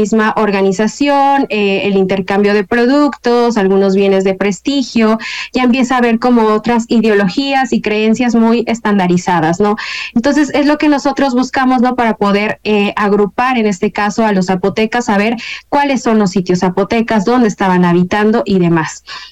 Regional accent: Oaxaca, Mexico; Soy oaxaqueña, nací y crecí en la ciudad de Oaxaca. Por parte de mi papá, pues sí, son de los valles, realmente yo creo que ellos ya no hablaron el zapoteco

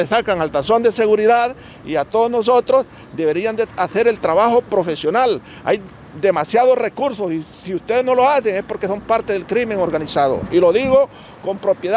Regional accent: Honduras; aquí como hondureños

